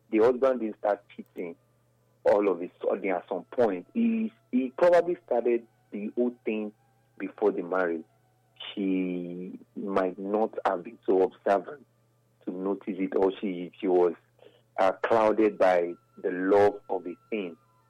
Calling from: Mopa, Nigeria; I'm calling from Mopa.

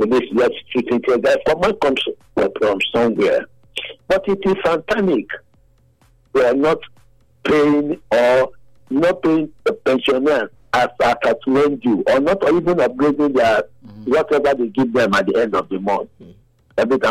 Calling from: Nigeria; I'm calling from Opeso community.

